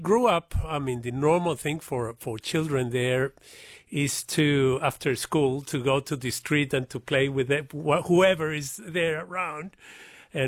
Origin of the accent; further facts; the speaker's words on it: Bogota, Bogotá, Colombia; English is a second language; moved away as an adult; now in Illawarra, Australia; I am from Bogota, the capital city.